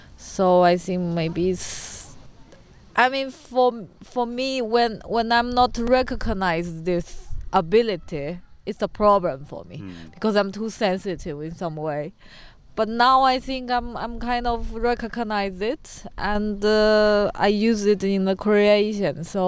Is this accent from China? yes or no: yes; China; because I come from China and I see so empty street.